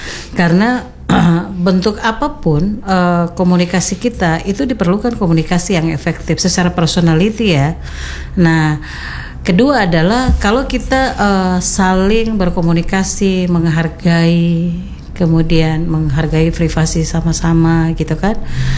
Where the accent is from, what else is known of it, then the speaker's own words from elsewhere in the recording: North Maluku, Indonesia; saya ini orang Kayowa, Bajo, otomatis saya suara saya agak sedikit keras gitu ya, sedikit keras. Karena apa? Saya dilahirkan di pinggir pantai yang ombaknya besar.